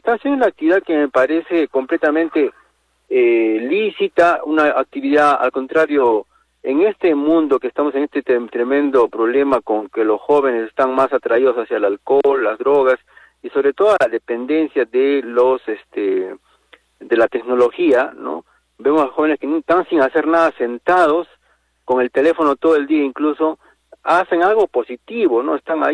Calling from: Cayma, Arequipa, Peru; de Caima.

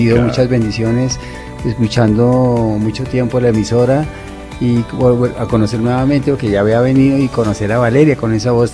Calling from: Bogotá, Colombia; Ella es santandereana, soy acá de Bogotá.

